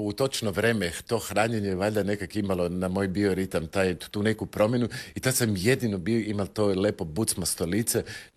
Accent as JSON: {"language": "Croatian", "town": "Zagreb", "region": "City of Zagreb", "country": "Croatia", "said": "I iz Prečkog sam zgrada istok koja je gledala na sve strane od sveta"}